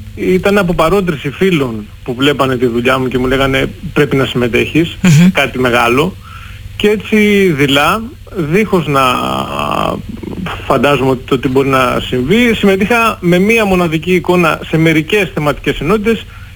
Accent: Patras, Western Greece, Greece; now in Athens, Greece; και πρέπει να φανεί η Αθήνα, αλλά ξέρουν ότι η καταγωγή μου είναι από την Πάτρα.

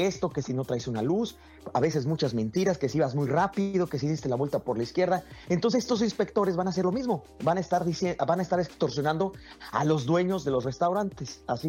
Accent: Mexico; en México, y te lo digo porque soy mexicano

